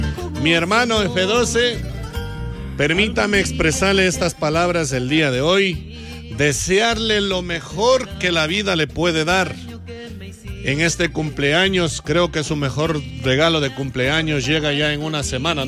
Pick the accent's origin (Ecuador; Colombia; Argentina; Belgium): Ecuador; porque así somos los ecuatorianos.